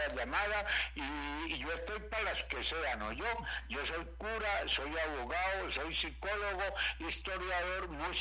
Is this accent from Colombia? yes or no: yes; Villavicencio, Meta, Colombia; moved away as an adult; also born or lived in New York / Rome / Paris; yo soy un chino de Villavo, o no de Villavo, sino de la grama.